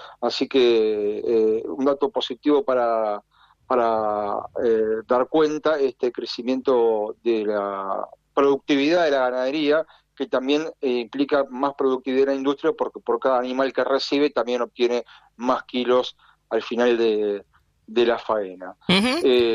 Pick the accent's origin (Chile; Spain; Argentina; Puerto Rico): Argentina; Rosario, Santa Fe; now in Buenos Aires, Argentina; yo soy rosarino